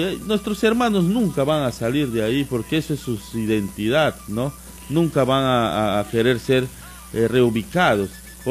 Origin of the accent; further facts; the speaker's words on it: Belén, Loreto, Peru; el masatero de Belén